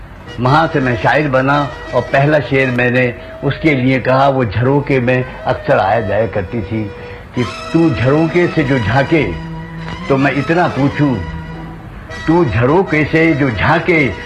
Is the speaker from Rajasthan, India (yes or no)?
yes; Jaipur, Rajasthan, India; मैं शहर जयपुर का रहने वाला हूँ। … तालीम मैंने जयपुर में पाई